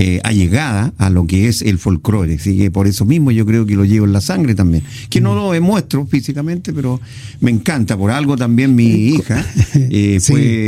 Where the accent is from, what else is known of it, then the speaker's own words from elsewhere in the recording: Chile; Yo soy chileno durante todo el año